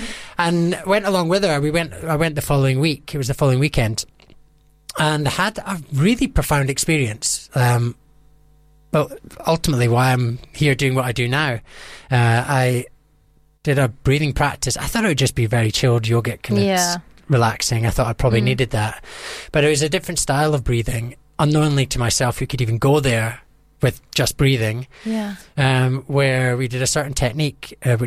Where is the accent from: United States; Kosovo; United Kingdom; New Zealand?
United Kingdom; Scotland; And she was from New York. I'm from Scotland. So there was a bit of cultural differences as well, yeah.